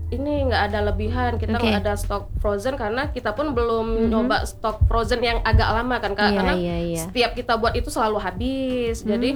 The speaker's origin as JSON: {"language": "Indonesian", "town": "Kijang", "region": "Riau Islands", "country": "Indonesia", "tie": "born or raised there", "said": "Kami asli orang Kijang tapi orang Bugis, jadi bukan orang Palembang. Kebetulan orang tua dua-dua dari Bugis kan, Sulawesi sana, jadi alhamdulillah asli Bugis"}